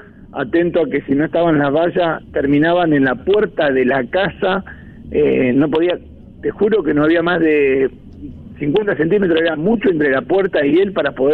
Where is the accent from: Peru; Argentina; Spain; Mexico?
Argentina; como nosotros como argentinos hemos dado al equipo, ¿no?